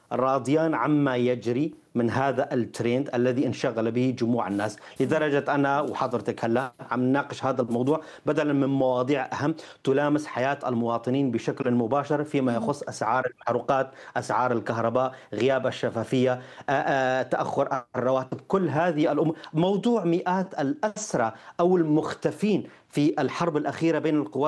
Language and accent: Arabic; Al-Hasakah, Al-Hasakah Governorate, Syria; now in Bochum, Germany; الأخوة العرب عندنا بالحسكة راضين أكثر من الخطاب